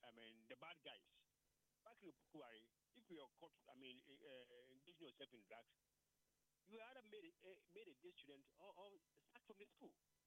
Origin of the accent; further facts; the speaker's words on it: Kumasi, Ashanti, Ghana; I grew up at Ashtown.